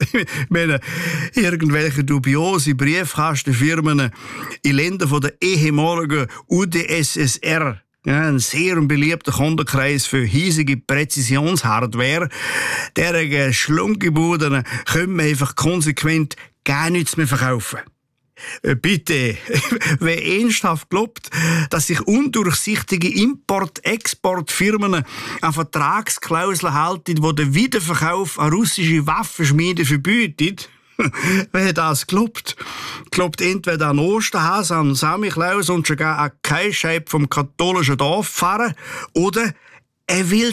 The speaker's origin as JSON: {"language": "German", "country": "Switzerland", "said": "da sind wir Schweizer nämlich weltweit führend"}